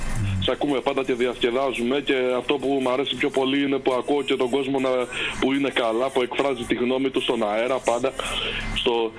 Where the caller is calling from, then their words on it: Kalamaria, Central Macedonia, Greece; από Καλαμαρδιά.